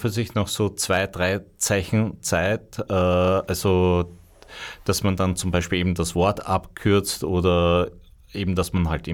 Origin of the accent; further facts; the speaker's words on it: Austria; Wir als Österreicher